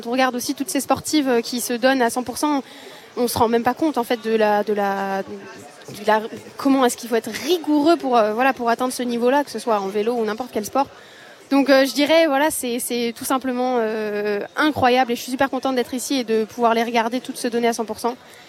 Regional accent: Nice, Provence-Alpes-Côte d'Azur, France

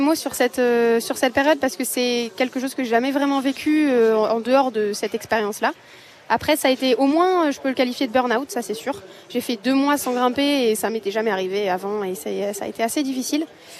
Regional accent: Nice, Provence-Alpes-Côte d'Azur, France; born there; Je suis née à Nice, effectivement. Je suis niçoise d'origine.

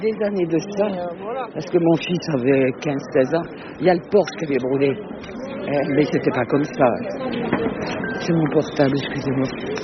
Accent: Île-de-France, France; Je viens des Yvelines.

